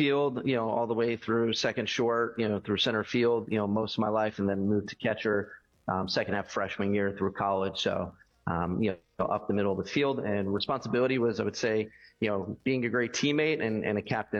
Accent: Philadelphia, Pennsylvania, United States; moved away as an adult; they still live here in the same house that I grew up in South Philadelphia.

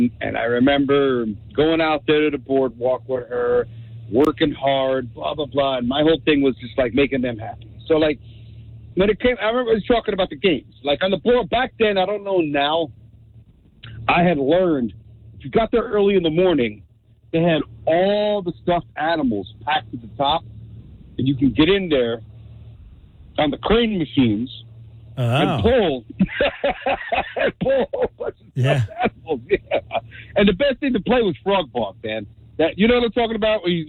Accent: New Jersey, United States; born there; also born or lived in Newark, New Jersey / Seaside Heights, New Jersey; now in New Brunswick, United States; I was born in Newark. I lived a great majority of my life down the shore. Lived in Seaside 3 times.

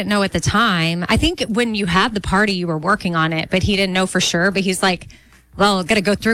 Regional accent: Austin, Texas, United States; moved away as an adult; also born or lived in North Carolina; I moved from Austin to North Carolina. I never lived out of the state of Texas when I moved to North Carolina.

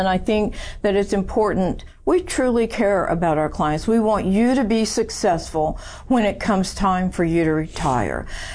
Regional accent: San Antonio, Texas, United States; I was born in San Antonio. I'm a fifth generation Texan. We're deep rooted. My dad's family moved to San Antonio in the early 1800s.

